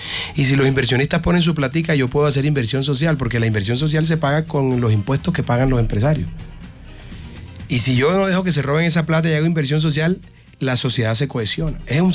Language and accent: Spanish; Caribbean coast, Colombia; que lo haga esta vez un costeño.